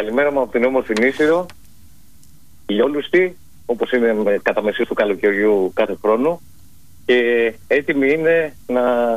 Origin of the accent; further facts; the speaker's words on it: Nisyros, South Aegean, Greece; Είναι πάντα χαρά να μιλάμε για το νησί μας.